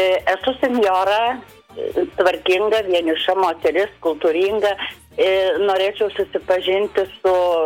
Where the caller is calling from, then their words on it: Alytus County, Lithuania; Esu iš Alytaus rajono